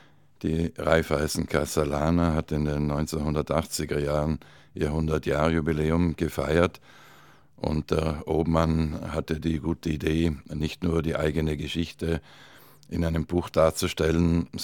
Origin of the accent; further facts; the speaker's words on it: Trentino-Alto Adige, Italy; Bei uns in Südtirol gehört natürlich der Reschenstausee, nicht mit dem Kirchturm, der da herausschaut.